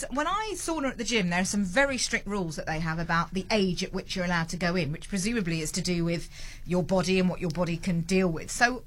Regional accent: United Kingdom; accent: British; now in Cape Town, South Africa; I've been saying sauna in my terribly British accent.

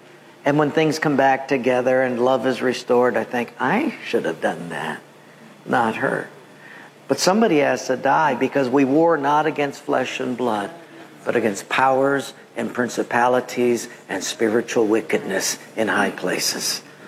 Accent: Palolo, Hawaii, United States; And I thought, dude, you're Haole. I'm from Palolo. You leave the island. I'm home.

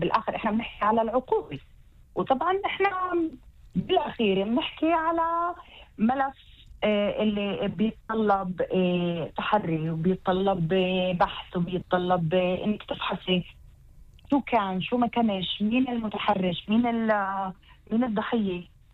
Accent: Israel

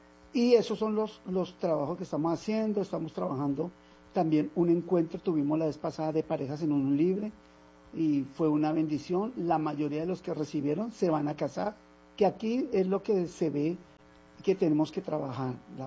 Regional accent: Bogotá, Colombia; Porque como yo soy rolo, a mí me gusta estar activo. O sea, uno de Bogotá viene en una actividad que es muy diferente al clima.

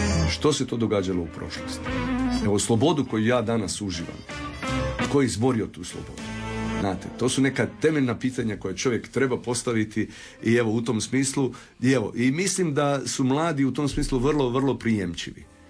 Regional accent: Janjevo, Pristina District, Kosovo; malom mjestu smješteno između brda, negdje u središnjem dijelu Kosova, nadomak Prištine, na nekih 20 km smo mi od Prištine.

